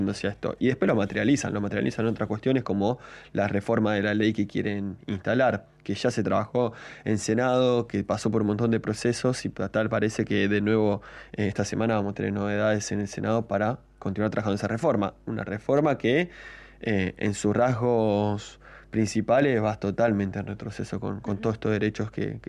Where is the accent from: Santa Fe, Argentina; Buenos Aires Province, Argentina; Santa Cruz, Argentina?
Santa Cruz, Argentina; Río Gallegos; Yo me crié en Santa Cruz y en Río Gallegos particularmente